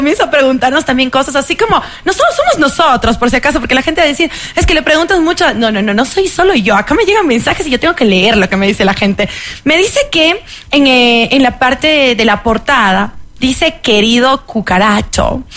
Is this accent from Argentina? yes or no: no; Ecuador; nosotros, en general, como ecuatorianos